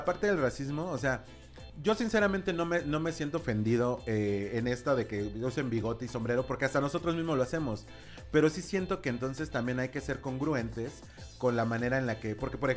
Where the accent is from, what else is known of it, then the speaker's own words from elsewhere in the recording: Mexico; ni yo como mexicano uso sombrero, ni tengo zarape, ni uso bigote